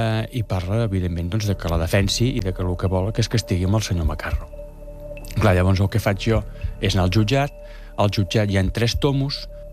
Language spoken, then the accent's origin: Catalan; Sant Salvador de Guardiola, Catalonia, Spain; és un cas que havia passat justament al meu poble. Jo sóc de Sant Salvador de Guardiola